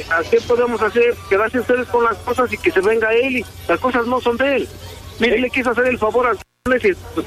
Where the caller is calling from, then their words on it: Pachuca, Hidalgo, Mexico; somos de Pachuca.